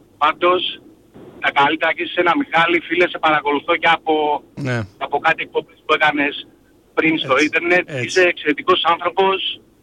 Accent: Vasiliko, Central Greece, Greece; now in Thessaloniki, Greece; Καταγωγή από Εύβοια. Και είμαι ερωτικός μετανάστης.

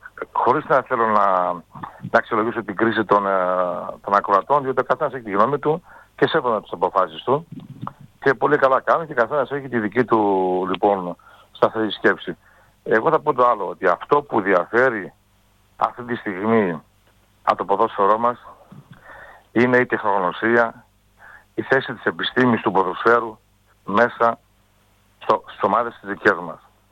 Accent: Greece; έχουμε μια τεράστια δυναμική εμείς ως Έλληνες, στα Βαλκάνια

